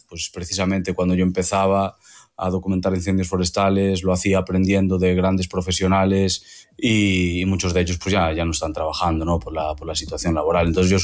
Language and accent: Spanish; Galicia, Spain; pues yo estoy muy orgulloso, además de haberlo ganado, pues trabajando en mi tierra, en Galicia